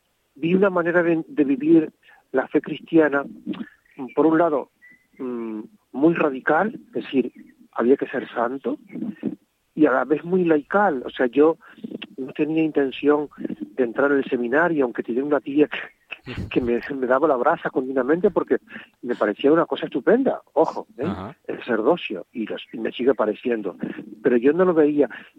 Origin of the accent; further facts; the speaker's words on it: Santa Cruz de Tenerife, Canary Islands, Spain; Yo soy de aquí de Santa Cruz, de Tenerife, y estudiaba primero de BUP, tenía 14 años